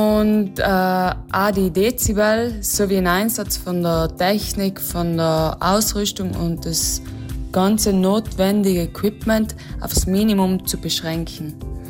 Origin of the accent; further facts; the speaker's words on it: Trentino-Alto Adige, Italy; Für mich als Südtirolerin